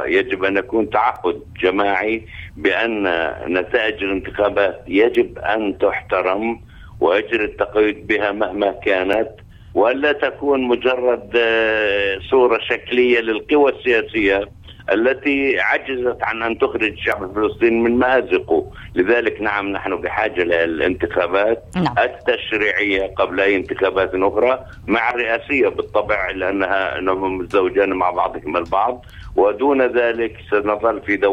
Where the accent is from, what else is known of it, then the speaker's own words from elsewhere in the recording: Palestine; ونحن قبل العالم كفلسطينيين نحتاج إلى ذلك